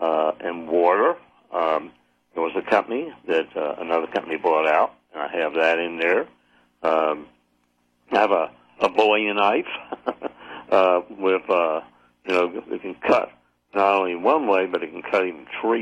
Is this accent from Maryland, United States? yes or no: no; Jacksonville, Florida, United States; moved away; return to my hometown of Jacksonville, Florida, and live on the St. John's River.